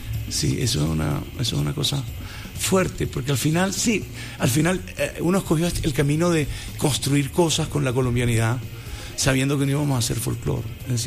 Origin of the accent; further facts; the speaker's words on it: Puerto Rico; Ah, puñeta, es que vengo de Puerto Rico.